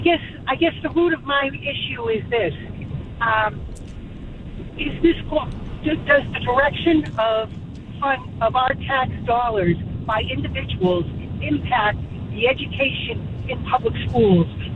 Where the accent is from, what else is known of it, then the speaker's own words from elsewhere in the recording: Massachusetts, United States; I was born in Massachusetts, raised, and have lived here my entire life.